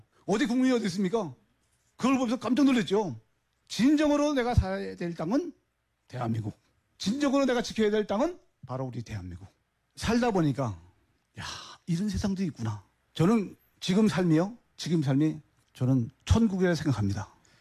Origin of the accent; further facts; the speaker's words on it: North Korea; now in South Korea; 난 북한 놈 맞아.